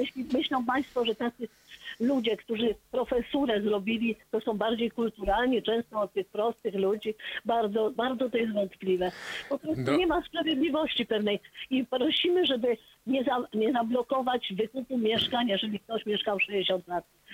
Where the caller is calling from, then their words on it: Warsaw, Masovian Voivodeship, Poland; ja mieszkam w bardzo dobrym miejscu, na Saskiej Kępie. Przeniosłam się kiedyś 57 lat temu ze Śródmieścia